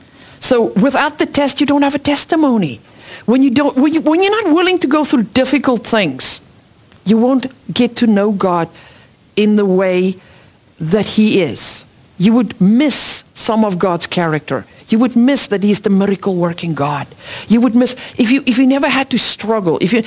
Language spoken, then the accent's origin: English; South Africa; English is a second language; moved away as an adult; now in United States; I'm an immigrant from South Africa, and when my kids were little, it was very lonely. I couldn't speak English that well.